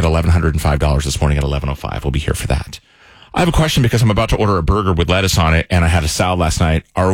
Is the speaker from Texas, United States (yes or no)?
yes; Dallas, Texas, United States; I'm from Dallas.